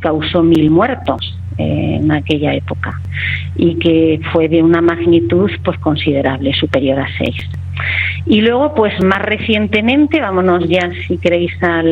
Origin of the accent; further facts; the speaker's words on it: Granada, Andalusia, Spain; Pues mira, yo soy granadina y ahora mismo os estoy hablando desde la zona epicentral. Y bueno, pues los granadinos tenemos en el ADN la sismicidad.